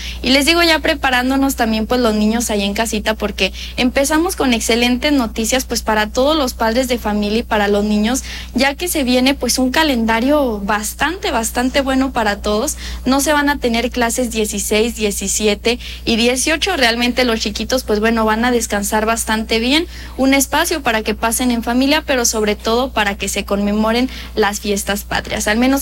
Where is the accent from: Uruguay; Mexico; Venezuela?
Mexico; fiestas patrias que nos corresponden a todos como mexicanos